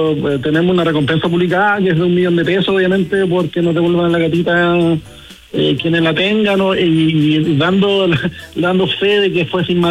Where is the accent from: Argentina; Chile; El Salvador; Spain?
Chile; A nosotros como chilenos